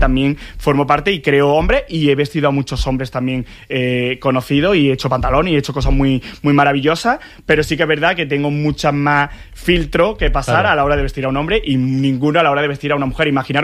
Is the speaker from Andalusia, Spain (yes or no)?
yes; Córdoba, Andalusia, Spain; Quiero llevar mi tierra por bandera, Julio Romero de Torres, la Amapola, la de mi Valle de los Pedroches, los patios de Córdoba